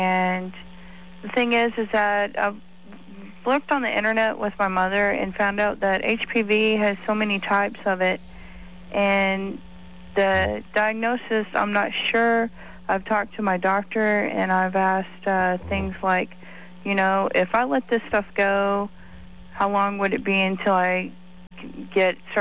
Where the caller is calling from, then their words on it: Dallas, Texas, United States; Hi, I'm 23, and I'm calling from Dallas, Texas.